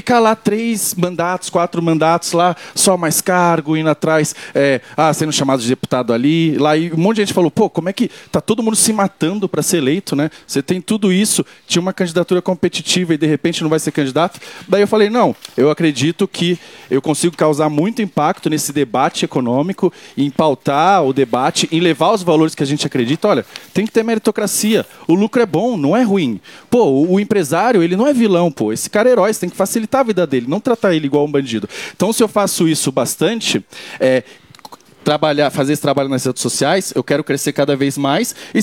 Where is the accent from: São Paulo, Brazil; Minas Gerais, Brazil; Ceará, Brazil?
São Paulo, Brazil; Itaquera; born there; Deixa eu te dizer, eu nasci em Itaquera, e, pô... Quem mora em Itaquera, às vezes, na maioria das vezes, não queria morar num lugar ruim.